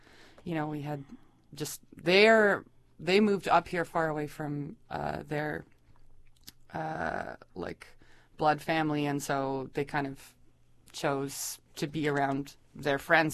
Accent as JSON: {"language": "English", "town": "Whitehorse", "region": "Yukon", "country": "Canada", "tie": "born or raised there", "said": "I grew up here in Whitehorse"}